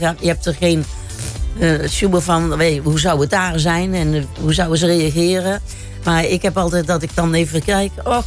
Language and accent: Dutch; North Brabant, Netherlands; Ik ben een Brabantse natuurlijk.